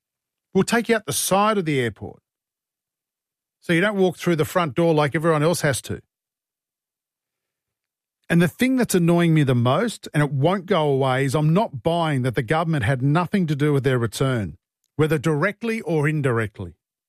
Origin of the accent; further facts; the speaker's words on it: Australia; I'm an Aussie citizen.